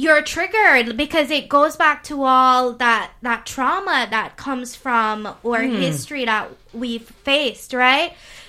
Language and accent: English; Jamaica; now in New Brunswick, Canada; I'm from Jamaica